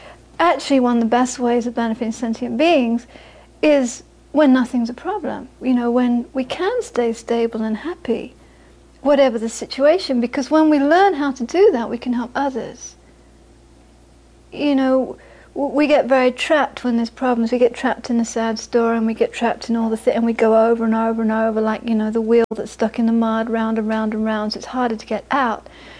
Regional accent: India; because I'm coming from India, and I said, I'm just wondering

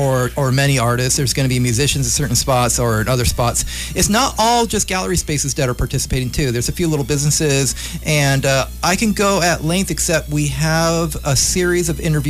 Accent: Vallejo, California, United States; And as a Vallejoian, as an American Canyon person, as a Crocotite?

